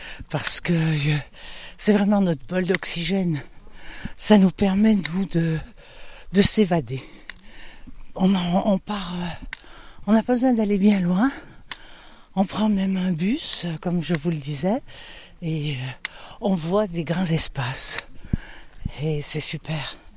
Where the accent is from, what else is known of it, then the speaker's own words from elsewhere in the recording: Saint-Étienne, Auvergne-Rhône-Alpes, France; Ah, mais moi je suis originaire de Saint-Étienne alors. Donc, moi je ne quitterai jamais Saint-Étienne pour rien au monde.